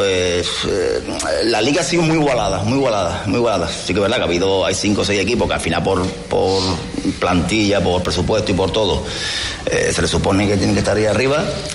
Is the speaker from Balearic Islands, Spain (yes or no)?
no; Lepe, Andalusia, Spain; Al final soy de Lepe, salgo Lepe, vivo Lepe, me encuentro con gente de Lepe todos los días